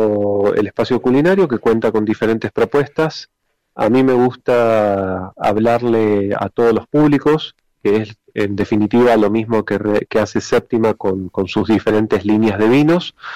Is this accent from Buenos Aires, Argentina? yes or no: yes; Buenos Aires, Argentina; moved away as an adult; now in Mendoza, Argentina; yo soy de Buenos Aires y hace 4 años y medio que decidí venir a vivir a Mendoza